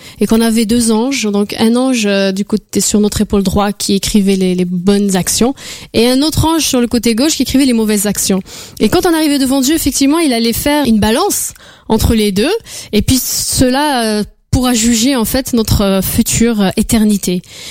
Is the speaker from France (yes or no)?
no; Algeria; Je suis née, j'ai vécu en Algérie, dans une famille musulmane. Mon père était musulman. Tout mon entourage était musulman.